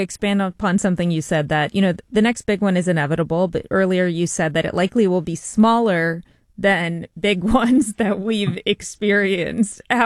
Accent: California, United States; So I'm from Southern California, as I just mentioned

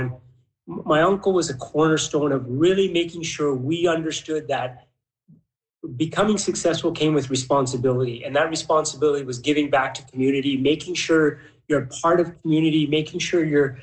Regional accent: Uganda; So he went back to Africa. We're from Uganda. And there's a school in one of the biggest slums in Kampala.

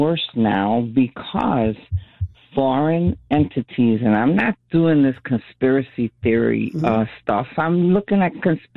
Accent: Bronx, New York, United States; I'm a Bronx girl, first mm-hmm. of all.

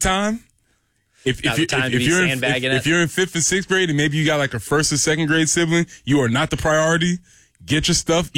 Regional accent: South Carolina, United States; Now, I grew up in South Carolina, but it wasn't necessarily the thing that was in my house.

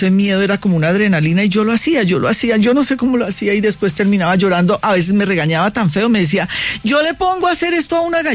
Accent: Bogotá, Bogotá Capital District, Colombia; born there; yo nací en Bogotá, me crié con Paisa Gaspar y Gloria Zapata, que es como una madre mía también, una actriz. Y mi mamá es llanera, mi papá boyacense, mis abuelos santanderianos

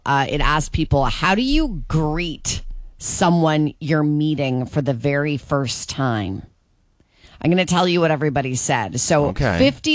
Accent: Italy; Very, but I'm Italian.

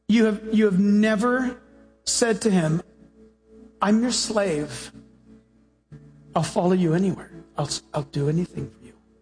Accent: United States; born there; I guess I'm a Christian. I was born in America.

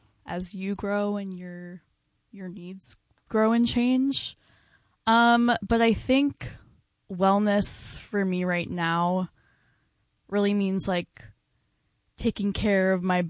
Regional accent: California, United States; Yeah, like I said, I'm from California, haven't really spent any extended time in the Hudson Valley.

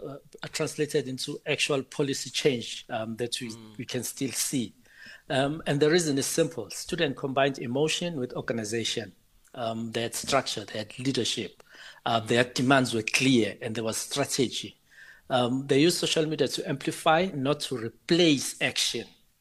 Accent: South Africa

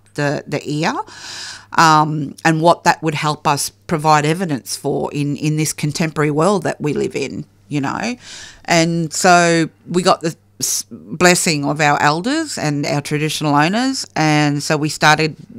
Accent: Tully, Queensland, Australia; born or raised there

